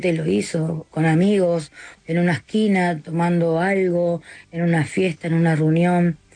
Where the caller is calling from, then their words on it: Pilar, Buenos Aires Province, Argentina; yo soy de Pilar, zona norte